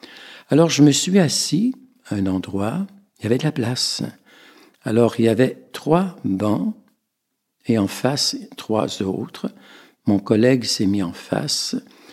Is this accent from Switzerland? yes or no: no; Centre-Val de Loire, France; Donc, la Beauce, c'est aussi ma région natale. Je suis Beauceron.